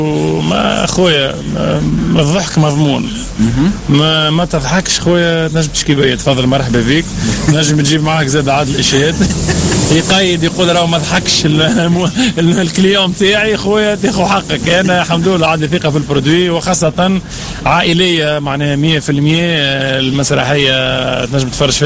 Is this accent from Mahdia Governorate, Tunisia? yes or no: no; Agareb, Sfax Governorate, Tunisia; moved away; أنا صفاقس نجاها من صغري, خاطر أنا صفاقسي عقربي بالأساس, دونك في بلادي وأهلي وناسي.